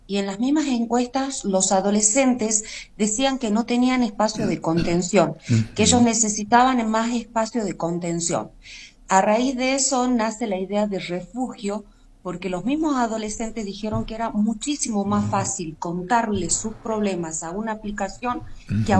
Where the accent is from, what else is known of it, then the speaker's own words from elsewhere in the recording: Angastaco, Salta, Argentina; Así es, nosotros somos de Angastaco, que pertenece al departamento de San Carlos, provincia de Salta, uh-huh.